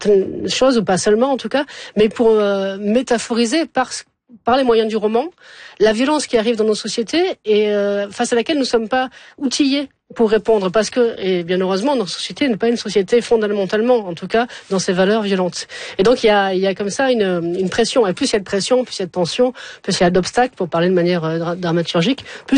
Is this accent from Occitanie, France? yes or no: yes; Montpellier, Occitanie, France; born there